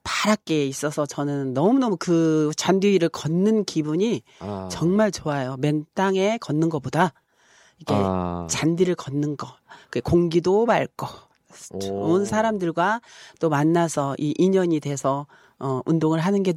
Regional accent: South Korea; born there; 고슴도치를 닮은 이도에서 태어났는데요.

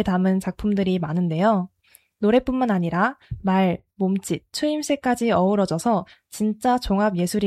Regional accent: South Korea; Chinese is a second language; 当然，因为我是韩国人呀。

